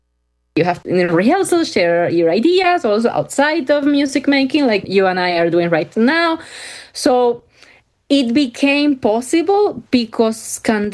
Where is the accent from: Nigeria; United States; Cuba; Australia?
Cuba; moved away; I'm from Cuba